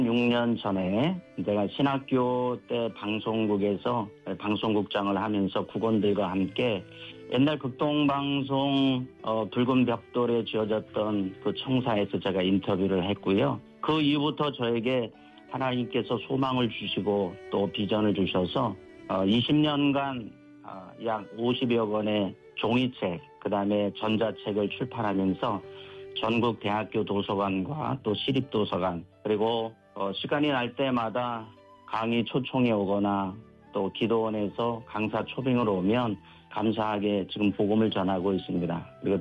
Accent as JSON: {"language": "Korean", "town": "Chungju", "region": "North Chungcheong", "country": "South Korea", "tie": "born or raised there", "moved": "yes", "lives_now": "Bucheon, South Korea", "said": "고향이 충북 충주입니다. 저희 고향은 아섭산이라고 하는 해발 710m 정도 되는 상촌에서 살았습니다."}